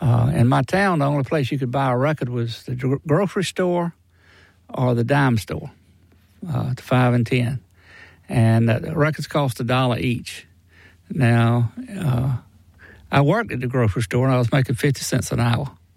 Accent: Andrews, South Carolina, United States; Grew up in Andrews, South Carolina. Andrews is the lower part of the state in Georgetown County. Real small town.

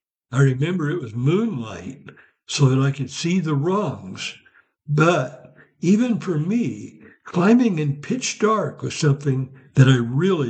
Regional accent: Ursa, Illinois, United States; my hometown of Ursa, Illinois.

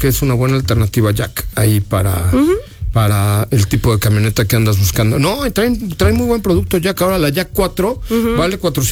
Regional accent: Mexico City, Mexico; de la Ciudad de México.

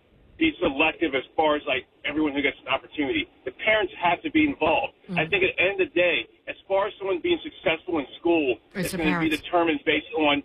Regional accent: Baltimore County, Maryland, United States; I find that growing up in Baltimore County public schools and raising my kids through there

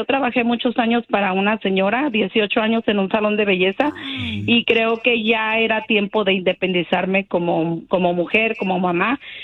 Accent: Michoacán, Mexico; also born or lived in Los Angeles; now in Las Vegas, United States; me fui de Michoacán para Los Ángeles porque mis papás nos trajeron para acá, yo estaba un poquito más joven, entonces después me mudé para Las Vegas

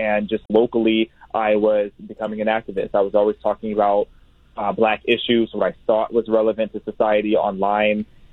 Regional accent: Pontiac, Illinois, United States; also born or lived in Chicago; So I was born in Southside Chicago, and then I grew up in the middle of nowhere cornfields of central Illinois, a small town called Pontiac.

